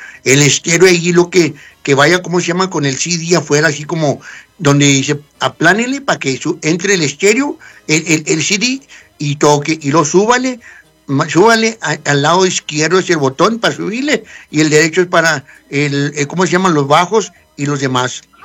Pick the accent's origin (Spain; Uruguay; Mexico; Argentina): Mexico; Cañitas de Felipe Pescador, Zacatecas; born there; En Felipe Pescador Cañitas, Zacatecas, ahí nací, ¿eh? Ahí nací